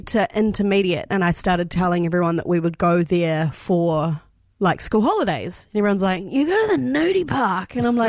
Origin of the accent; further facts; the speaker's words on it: Nelson, New Zealand; I grew up in Nelson, but we went to like